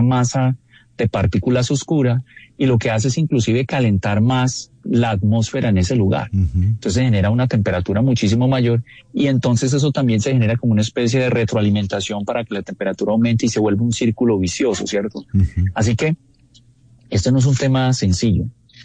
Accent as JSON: {"language": "Spanish", "country": "Colombia"}